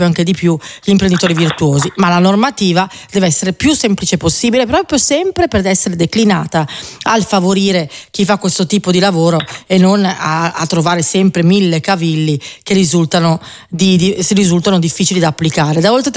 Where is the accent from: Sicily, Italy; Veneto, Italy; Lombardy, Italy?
Lombardy, Italy; Lo dico da lombarda.